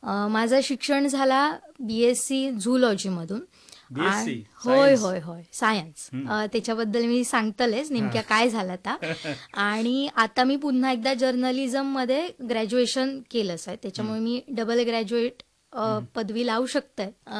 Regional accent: Aros, Maharashtra, India; moved away as an adult; now in Sawantwadi, India; मी मूळचा आरोस गावचा, आरोस दांडेली माझा गाव सावंतवाडी तालुक्यातच पडतात, जवळपास सावंतवाडीतून 16 किलोमीटर ह्या लांब असा.

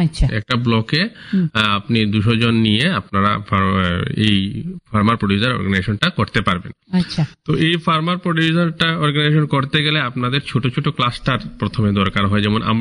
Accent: Tripura, India; যেমন তো আমাদের ত্রিপুরা রাজ্যে বাঁশের অনেক স্পেসিস আছে

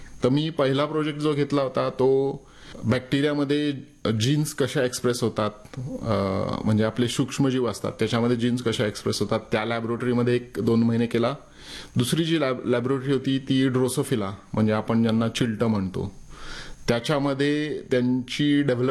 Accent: Pune, Maharashtra, India; moved away as an adult; also born or lived in Goa; मी मूळचा पुण्याचा आणि माझं शिक्षण BSc पर्यंत पुण्यात झालं.

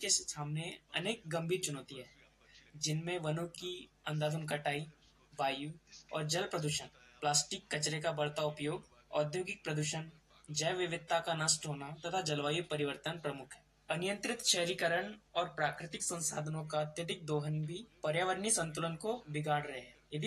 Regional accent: Betul, Madhya Pradesh, India; और मैं एक बैतूल की छोटे से गांव बासनेर खुर्द का निवासी हूँ।

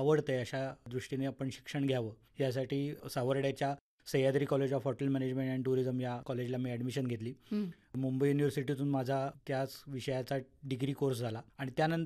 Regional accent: Chiplun, Maharashtra, India; also born or lived in Pune; मी मूळचा चिपळूणचा. माझं बालपण चिपळूणमध्येच गेलं.

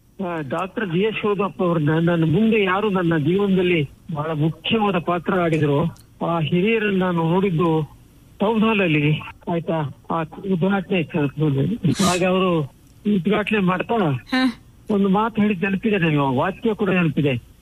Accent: Chitradurga, Karnataka, India; ಆರಂಭ ಆಗಿದ್ದು ನಮ್ಮ ಹಳ್ಳಿಯಲ್ಲಿ, ಆದ್ರೆ ನಿಜವಾಗ್ಲೂ ನಾನು ಯೌವನ ಪ್ರವೇಶ ಮಾಡಿದ್ದು, ಹರಿಯ ಪ್ರವೇಶ ಮಾಡಿದ್ದು ದುರ್ಗದಲ್ಲಿ.

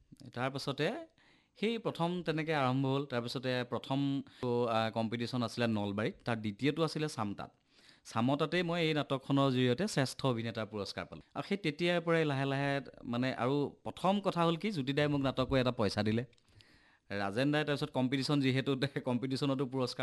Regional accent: Nonoi, Assam, India; আৰু অভিনয়ৰ যাত্ৰাটো মোৰ আৰম্ভ হৈছে মোৰ সৰুৰে পৰাই, তৃতীয় চতুৰ্থমান শ্ৰেণীত পঢ়ি থাকোঁতেই ননৈত এটা এনি উমলা ঘৰ বুল

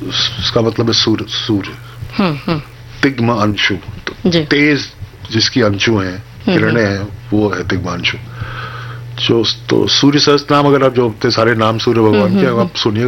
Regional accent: Uttarakhand, India; तो वैसे तो मैं हूँ उत्तराखंड का, हम लोग पहाड़ के रहने वाले

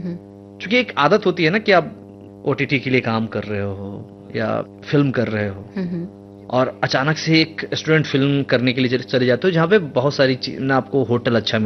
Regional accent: Bihar, India; accent: Bajjika; first language Bajjika; Hindi is a second language; और बज्जिका मेरी मातृभाषा है। मेरी दादी, मेरे दादा, मेरे घर में आज भी जब अगर आपके सामने मेरा फोन आ जाए तो मैं अपनी माता जी से, पिताजी से बज्जिका में ही बात करूंगा।

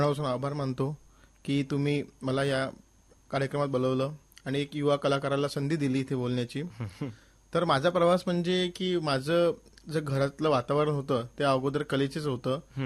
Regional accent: Nagpur, Maharashtra, India; नागपूर शहरात माझा जन्म झालाय आणि लहानपणापासून मी शहराला बघत आलोय.

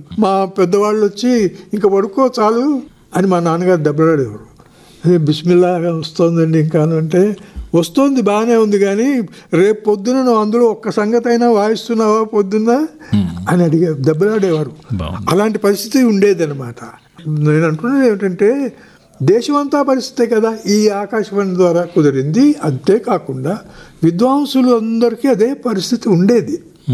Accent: Vizianagaram, Andhra Pradesh, India; born there

